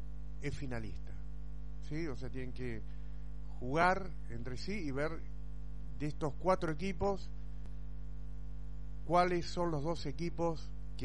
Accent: Argentina; duele nuestra apatía como argentinos.

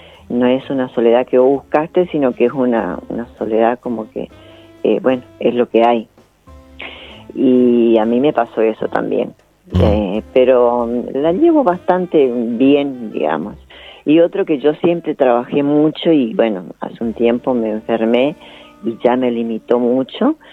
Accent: Chaco, Argentina; Del Chaco.

